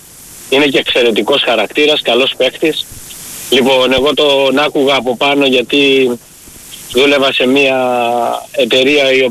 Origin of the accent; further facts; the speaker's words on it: Thessaloniki, Central Macedonia, Greece; moved away; Εγώ έχω μεγαλώσει στη Θεσσαλονίκη. Μετά έφυγα και ήρθα εδώ, από τη Θεσσαλονίκη ήρθα εδώ.